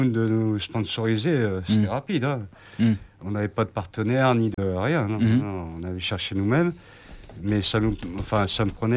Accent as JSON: {"language": "French", "town": "Paris", "region": "Île-de-France", "country": "France", "tie": "born or raised there", "lives_now": "Bordeaux, France", "said": "Moi, je suis plutôt natif de Paris, tu vois. C'est pour ça que j'ai un peu fort en gueule. Mais ouais, je suis arrivé avec mon père, quoi. Son travail en 76."}